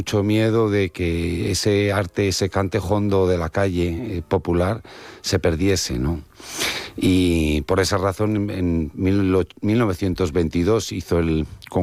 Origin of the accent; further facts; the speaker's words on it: Spain; y que luego nos da mucha esencia de lo que somos como españoles